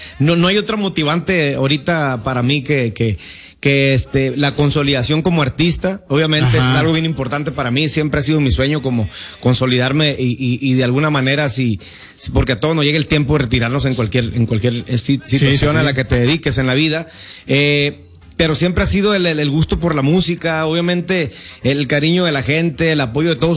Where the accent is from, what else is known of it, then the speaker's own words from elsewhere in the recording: Mazatlán, Sinaloa, Mexico; Soy de la colonia Independencia. Soy de la colonia Independencia, nacido ahí, en Mazatlán, con la Independencia